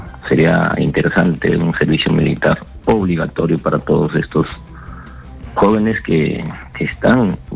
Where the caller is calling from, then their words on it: Sullana, Piura, Peru; de Sullana